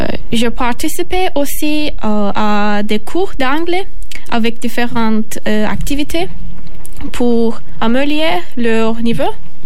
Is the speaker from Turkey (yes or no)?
yes; Turkey; French is a second language; now in Nîmes, France; je viens de Turquie et je suis actuellement en France